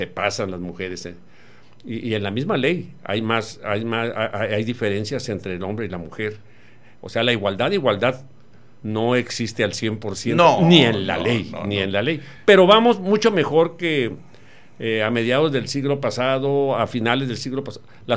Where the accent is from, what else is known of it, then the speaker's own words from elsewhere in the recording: Tijuana, Baja California, Mexico; somos nosotros, los de Tijuana